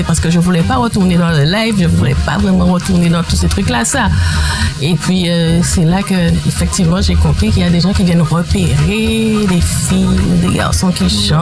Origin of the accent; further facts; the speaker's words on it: Basse-Terre, Guadeloupe; born there; Je suis bastérienne de base